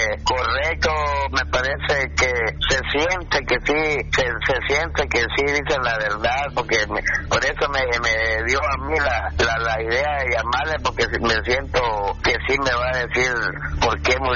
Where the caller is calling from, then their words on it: Mazatenango, Suchitepéquez, Guatemala; De Comunidad del Paraíso, Mazatenango, Chichitepeques